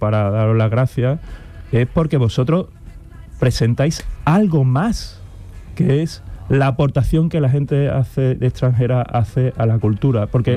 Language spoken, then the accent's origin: Spanish; Andalusia, Spain; Que mi francés, yo como andaluz, y tenemos la lengua vaga.